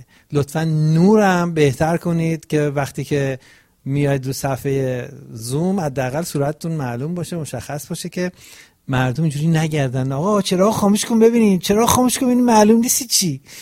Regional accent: Gilan, Iran; accent: Rashti; من بلدم درسته، یعنی من میگم شبیه رشتی لهجم.

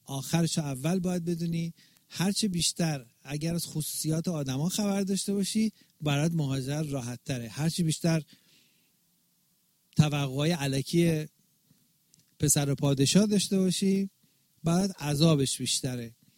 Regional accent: Iran; اونی که شما میرسی به یه کشوری که به عنوان یه ایرانی به عنوان یه میدل ایسترن

